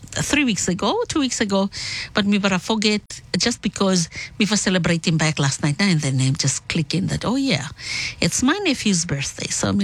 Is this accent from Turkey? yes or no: no; Rennell and Bellona, Solomon Islands; I might be from Reynold Bellona. I might be a Polynesian, but my passport stated that I am a Melanesian because me come from the Solomon Islands.